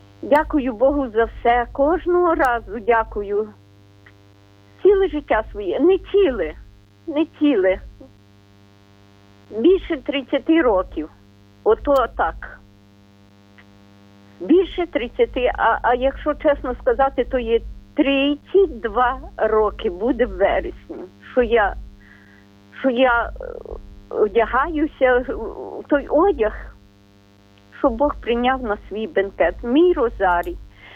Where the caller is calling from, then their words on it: Western Ukraine, Ukraine; я не маю на заході такого